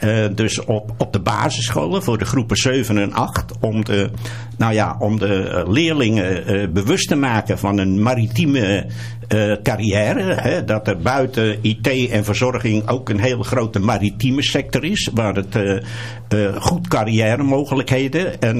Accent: Bergambacht, South Holland, Netherlands; born there; now in Gouda, Netherlands; Ik ben 75 jaar. Ik ben geboren in Bergambacht. En ja, ik woon hier al 52 jaar in Gouda. Dus ik ben niet echt een Goudenees, maar toch wel geaccepteerd.

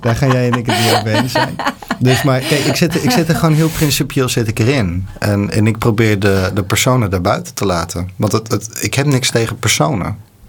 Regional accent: Netherlands; Ik voel me echt gewoon een Nederlander.

